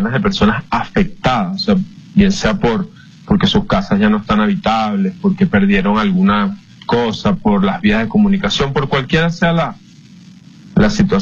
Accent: Venezuela; nos golpeó a todos como sociedad, pues, ¿no? Como venezolano.

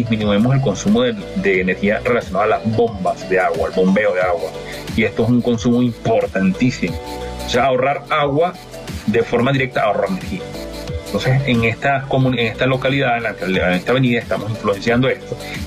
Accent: Venezuela; nosotros de Venezuela

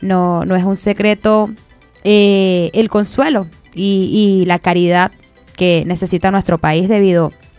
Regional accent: Venezuela; muchas cosas que nos han afectado como venezolanos.

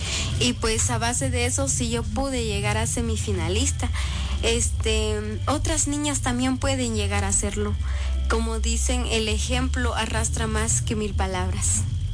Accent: Guatemala; Y aquí estoy, más orgullosa que nunca de ser guitaneca de corazón y de ser guatemalteca.

